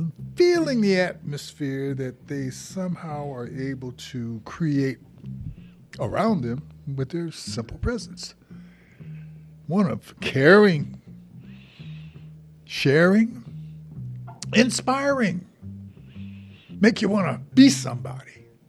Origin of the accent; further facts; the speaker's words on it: Joliet, Illinois, United States; I was raised in Joliet, Illinois, some 50 miles south, kind of east of Chicago. I learned how to drive in Chicago.